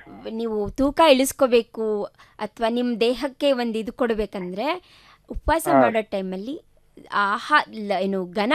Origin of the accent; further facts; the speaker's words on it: Karnataka, India; ನಾವು ಈ ಕಡೆ ಹುಬ್ಳಿ ಧಾರವಾಡ ಮಂದಿ